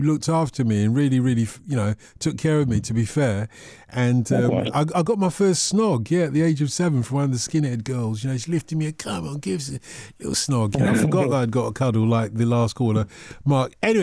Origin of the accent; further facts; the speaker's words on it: Wimbledon, London, United Kingdom; Yeah, I grew up in Wimbledon, South Wimbledon. I remember it very well. I went to Garfield School as my junior school.